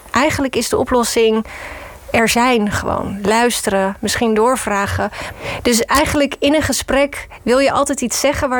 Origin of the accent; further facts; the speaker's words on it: Rotterdam, South Holland, Netherlands; We komen allebei uit Rotterdam, zijn even oud.